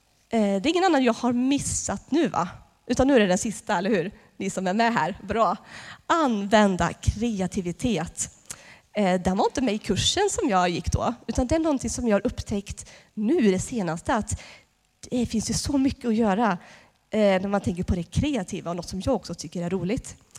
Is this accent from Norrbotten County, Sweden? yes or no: no; Tidaholm, Västra Götaland County, Sweden; Vi var ett gäng ungdomar i Tidaholm då, där jag växte upp